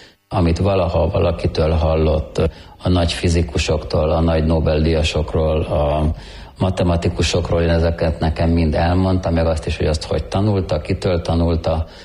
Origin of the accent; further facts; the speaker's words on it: Budapest, Hungary; born there; Budapesten születtem. Családom katolikus.